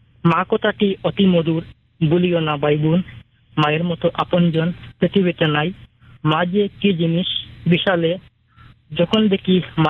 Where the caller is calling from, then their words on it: Cachar district, Assam, India; আমি আসাম কাছাড় জেলা থেকে বলছি … আর আমার গ্রামের নাম বাদরিপার।